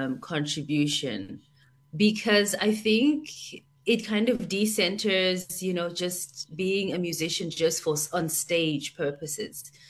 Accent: South Africa; growing up in South Africa

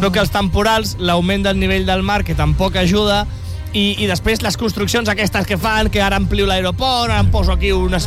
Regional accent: Castelldefels, Catalonia, Spain; a Castelldefels, que és d'on jo soc

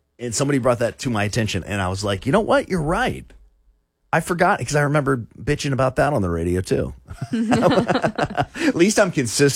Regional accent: Florida, United States; moved away; I grew up in Florida, so I was in West Palm Beach.

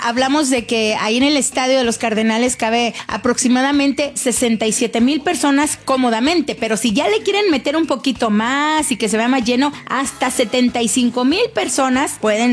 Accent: Mexico; soy mexicana.

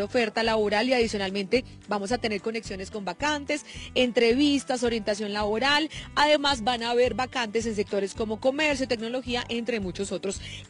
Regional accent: Boyacá, Colombia; now in Bogotá, Colombia; hoy nos vinimos para mi departamento. Estamos desde la ciudad de Tunja

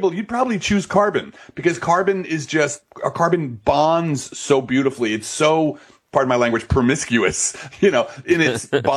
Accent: Belleville, New Jersey, United States

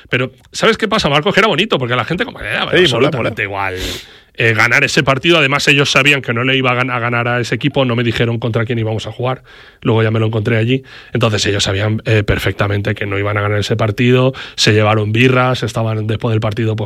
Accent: Spain; tú eres español

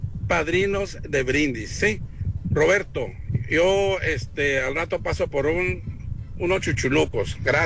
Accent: Jalisco, Mexico; Yo cuando vivía en mi tierra, allá en Jalisco, y las bodas eran también igual, en fin.

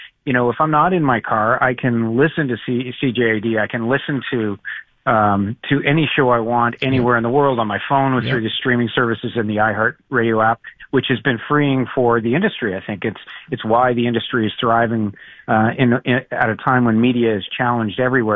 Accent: Toronto, Ontario, Canada; I remember as a child looking up in the sky when I grew up in Toronto at the CNE seeing the snowbirds.

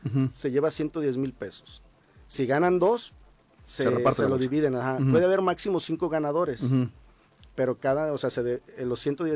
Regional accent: Colima, Mexico; Yo así lo hacía en mi niñez, yo vivía en el Diezmo

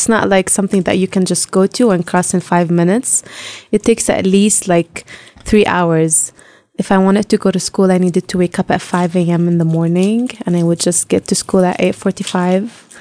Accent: Jerusalem, Palestine; now in Kfar Aqab, Palestine; Okay, so I'm Palestinian from Jerusalem. I live in a province called Kfar Aqab. It's behind the checkpoint. So every time I need to get to Jerusalem, I need to cross the checkpoint.

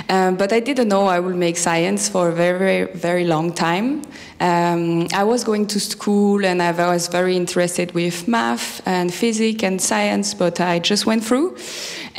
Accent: France; English is a second language; moved away as an adult; So I started my research next to my hometown, so in the northeast of France

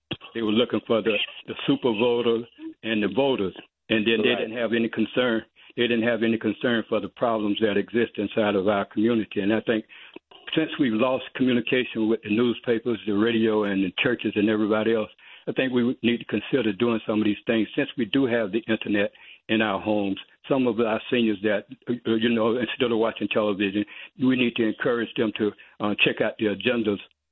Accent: Florida, United States; I'm from Duval myself.

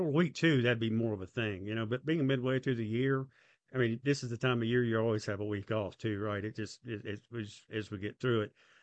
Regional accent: the South, United States; Look, I'm from the South

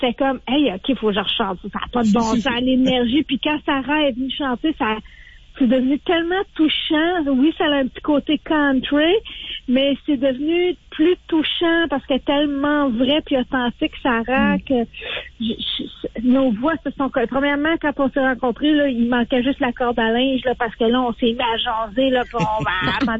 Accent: Quebec, Canada; en tant que Québécois, aussi en tant que Canadien ou Québécois

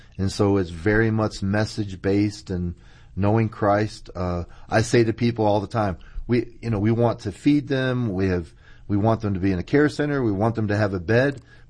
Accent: Tampa, Florida, United States; I was raised in Tampa.

